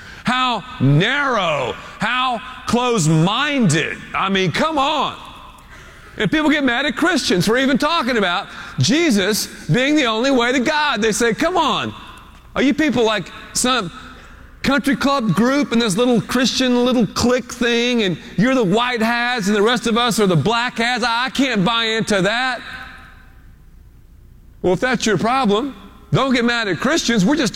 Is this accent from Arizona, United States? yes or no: no; Texas, United States; And we said, no, we're from Texas.